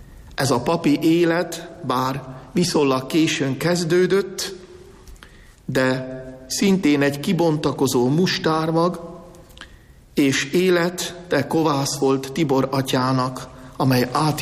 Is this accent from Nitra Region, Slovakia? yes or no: no; Matúškovo, Trnava Region, Slovakia; born or raised there